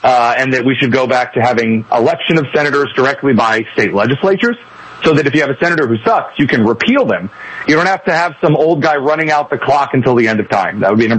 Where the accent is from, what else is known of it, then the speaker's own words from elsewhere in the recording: Midwest, United States; As a Midwesterner, again, who just talked about Hardee's and A&W in the same segment